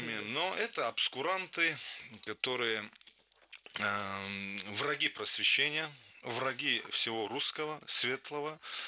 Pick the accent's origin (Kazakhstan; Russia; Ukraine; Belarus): Russia; Dagestan; я говорю сейчас именно о Дагестане, потому что я дагестанец